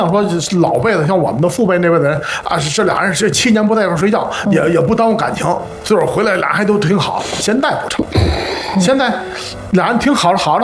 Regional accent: Beijing, China; 就拿咱们北京人来说吧，

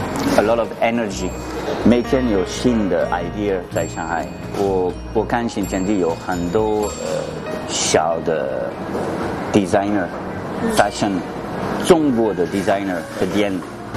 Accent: France; Chinese is a second language; moved away as an adult; now in Shanghai, China; 比如说我是法国人，但是我的太太是上海人

